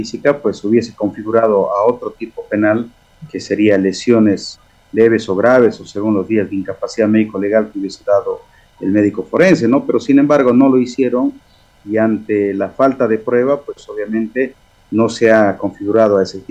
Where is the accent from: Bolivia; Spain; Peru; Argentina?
Bolivia